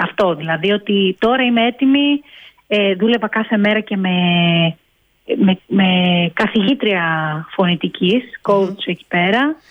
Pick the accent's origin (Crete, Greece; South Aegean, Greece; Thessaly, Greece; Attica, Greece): Crete, Greece; Γιατί επειδή μεγάλωσα και στην Κρήτη δεν έτυχε ναι. να το δω κάπου